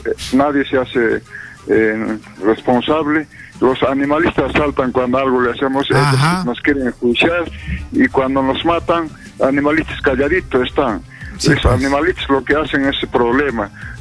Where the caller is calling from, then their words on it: Juliaca, Puno, Peru; Estoy llamando de Juyaca … periodista.